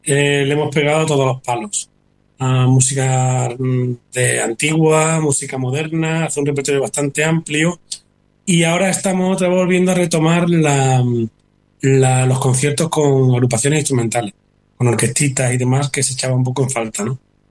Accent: Córdoba, Andalusia, Spain; now in Arrecife, Spain; la Catedral de Córdoba, que es mi tierra

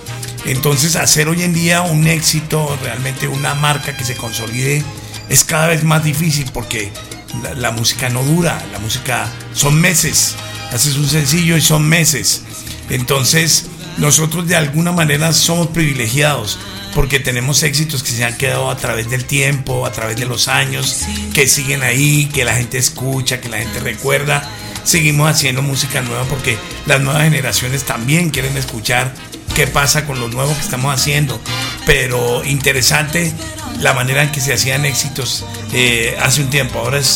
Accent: Colombia

